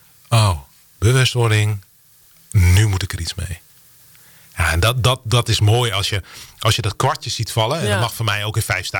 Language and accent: Dutch; Netherlands; We zijn Nederlanders